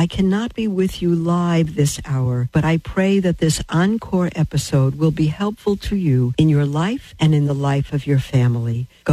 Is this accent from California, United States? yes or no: no; New York, United States; I'm from New York and brick and concrete. And living on a growing farm.